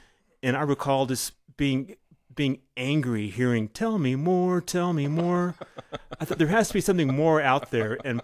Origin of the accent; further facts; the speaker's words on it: Fort Worth, Texas, United States; Teresa grew up in Austin. I grew up in Fort Worth.